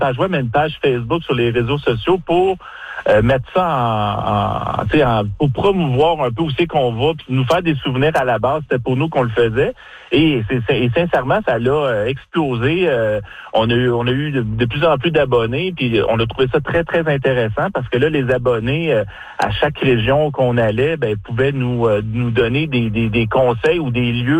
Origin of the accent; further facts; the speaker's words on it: Saint-Constant, Quebec, Canada; Nous, on est Rive-Sud de Montréal. Nous, c'est Saint-Constant.